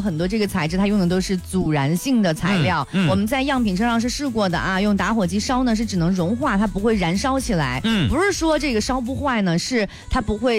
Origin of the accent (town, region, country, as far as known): Shanxi, China